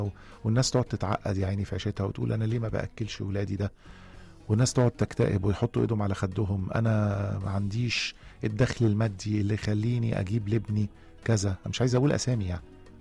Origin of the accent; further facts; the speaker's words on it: Egypt; مش احنا بس كمصريين